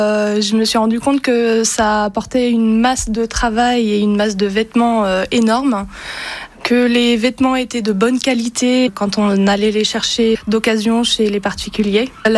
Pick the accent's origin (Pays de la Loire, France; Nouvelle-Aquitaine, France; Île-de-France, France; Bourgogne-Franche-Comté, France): Pays de la Loire, France; moved away as an adult; now in Saint-Gilles-Croix-de-Vie, France; Je viens de la Sarthe. On est dans la région depuis 3 ans